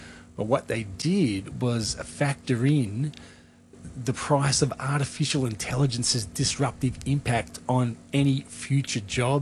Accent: Victoria, Australia; my home state of Victoria

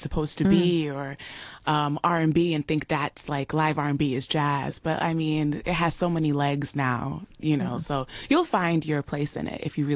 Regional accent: Jamaica; Like I said, I'm Jamaican, so I love cooking Jamaican food.

